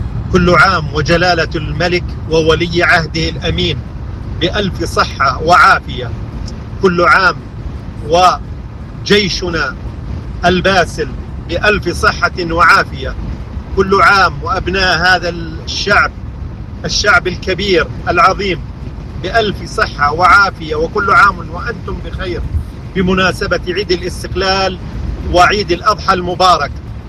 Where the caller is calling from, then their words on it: Riyadh, Riyadh Province, Saudi Arabia; من رابطة مشجعي نادي الحسين إربد في السعودية الرياض.